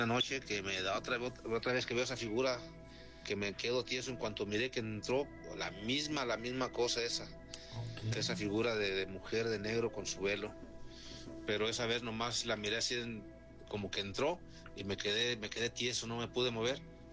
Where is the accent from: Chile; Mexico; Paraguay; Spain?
Mexico; Zamora, Michoacán; moved away as an adult; also born or lived in Estación Coahuila, Baja California; yo soy de Zamora, Michoacán, iba para Estados Unidos y no pude pasar